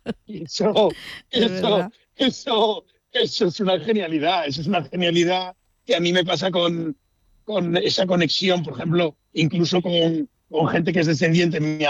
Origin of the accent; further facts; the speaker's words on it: Asturias, Spain; Creo que vivimos en una tierra absolutamente alucinante, y que quien siendo asturiano la hace de menos es primero porque no la conoce, como me pasaba a mí